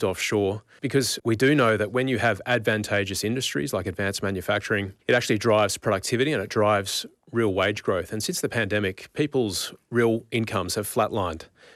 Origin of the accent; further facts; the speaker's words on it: Sydney, New South Wales, Australia; I grew up in Ashfield in Sydney, right?